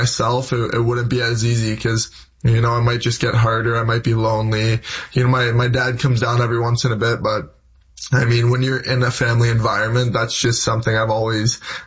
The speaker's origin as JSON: {"language": "English", "region": "Ontario", "country": "Canada", "said": "Everyone knows Toronto more than Hamilton. So, you know, when I'm in New York and they're like, where are you from? I'm always like, I'm from Toronto."}